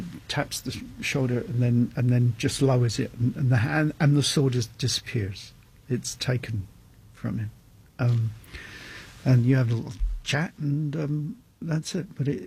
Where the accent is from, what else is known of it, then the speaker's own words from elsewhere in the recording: Ireland; And then I'm walking around talking to myself, and I'm Irish